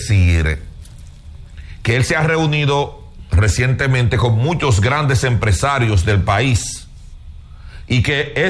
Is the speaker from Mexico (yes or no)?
no; Dominican Republic; como ciudadano dominicano, norteamericano, dominicano.